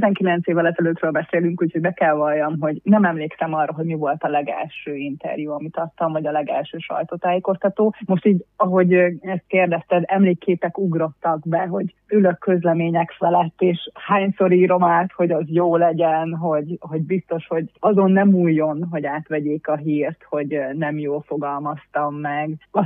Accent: Szentes, Csongrád-Csanád, Hungary; hanem otthon Szentesen

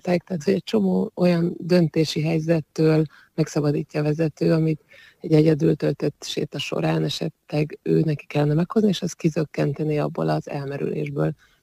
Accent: Budapest, Hungary; born or raised there

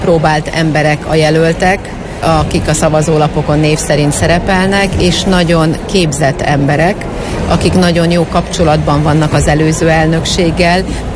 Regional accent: Tiszántúl, Hungary; hiszen magam is tiszántúli vagyok, és a Békési Egyház megyéből érkezem

